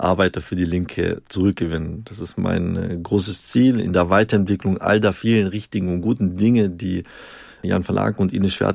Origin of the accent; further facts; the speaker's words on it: Stuttgart, Baden-Württemberg, Germany; In der Automobilindustrie, ich komme ja aus Stuttgart, das ist ein ganz großes Thema.